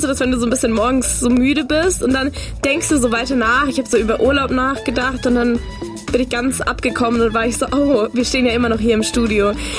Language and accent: German; Baden-Württemberg, Germany; moved away; ich komme ja eigentlich aus Baden-Württemberg